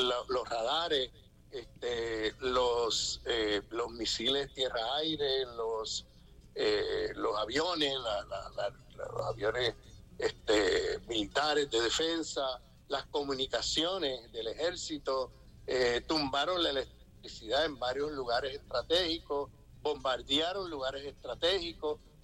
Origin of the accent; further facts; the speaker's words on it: Puerto Rico; como yo vengo del Caribe, vengo de Puerto Rico